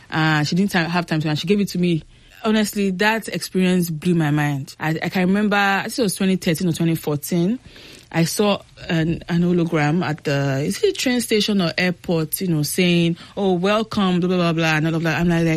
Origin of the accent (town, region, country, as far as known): Ibadan, Oyo, Nigeria; born or raised there